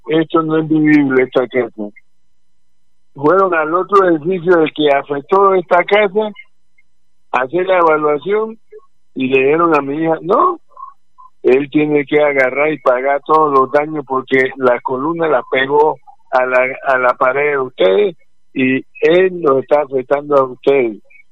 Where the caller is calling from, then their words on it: Buenaventura, Valle del Cauca, Colombia; yo de Buenaventura no me voy, mi hija me dice que para que me vaya para Medellín, yo no me voy. Prefiero, aquí muero en mi tierra